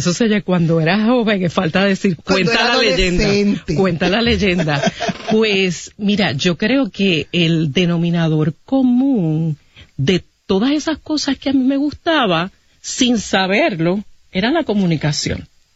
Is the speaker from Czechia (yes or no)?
no; Guaynabo, Puerto Rico; la escuela de este mismo pueblo de Guaynabo, donde está la estación, la escuela Margarita Janer Palacios, de donde yo me gradué